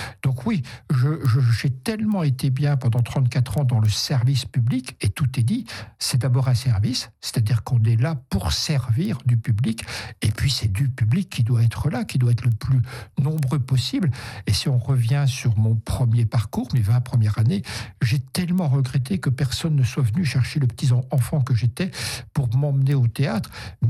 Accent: Bourgogne-Franche-Comté, France; moved away; sur Vesoul, un peu plus dans la région, qui était ma région d'origine.

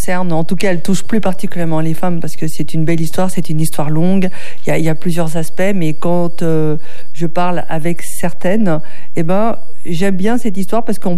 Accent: France; je suis une Française.

